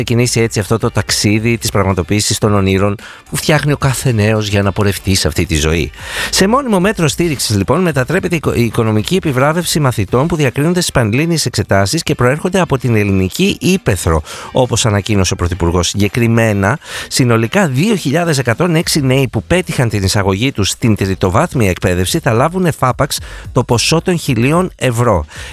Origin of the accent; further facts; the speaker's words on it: Chalcis, Central Greece, Greece; εμείς που μεγαλώσαμε στη Χαλκίδα